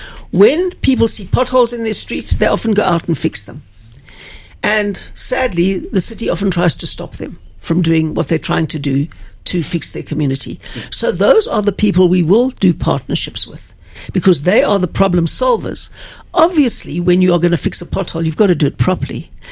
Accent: Johannesburg, Gauteng, South Africa; I love Joburg. I was born in Joburg. I was raised in Joburg.

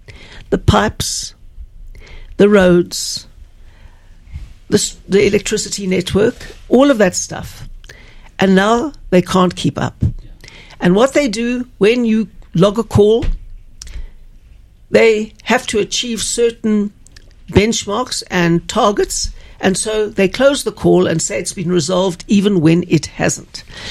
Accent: Johannesburg, Gauteng, South Africa; I love Joburg. I was born in Joburg. I was raised in Joburg.

